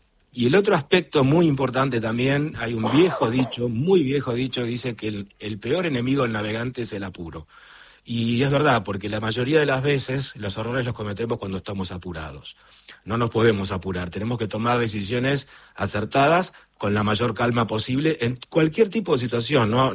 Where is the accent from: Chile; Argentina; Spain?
Argentina; moved away; also born or lived in Colonia, Uruguay; mi licencia es de cuando yo soy argentino, de cuando yo vivía en Uruguay.